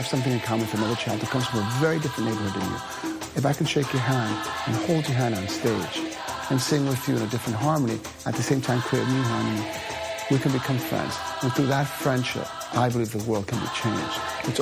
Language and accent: English; New York City, New York, United States; And being Latino in New York City, I'm very proud. Being Dominican American, I'm very proud of my people. I'm very proud of my culture.